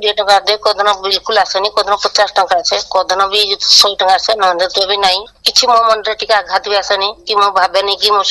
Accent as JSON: {"language": "Odia", "town": "Raisa", "region": "Odisha", "country": "India", "tie": "born or raised there", "said": "ମୋର ଜନ୍ମ ହେଇଥିଲା ରାଇସାରେ, ମୁଁ ରାଇସା ଏଲ୍ପି ସ୍କୁଲରେ ପଢୁଥିଲି, ତାପରେ ମାଇନର ପଢୁଥିଲି ଆଉ।"}